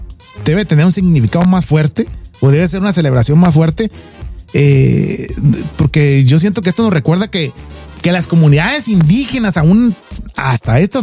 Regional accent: Guasave, Sinaloa, Mexico; born or raised there

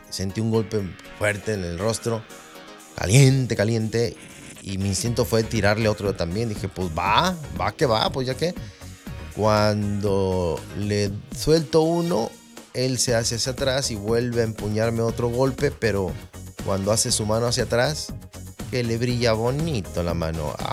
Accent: Guanajuato, Mexico; moved away; uno de mi tierra de allá de Guanajuato

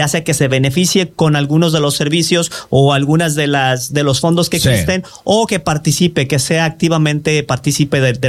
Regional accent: Colima, Mexico; Fíjate que en realidad tengo familia en Mérida, Yucatán. Saludos a la gente de Mérida. Obviamente yo soy de Colima.

